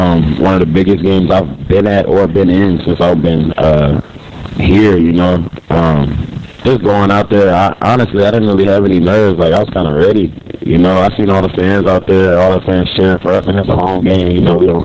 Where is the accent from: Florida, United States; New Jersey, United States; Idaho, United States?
Florida, United States; moved away; I'm from Florida